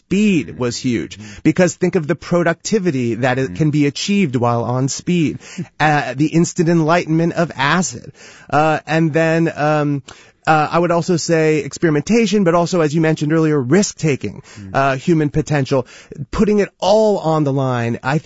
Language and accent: English; Marin County, California, United States; my hometown of Marin County.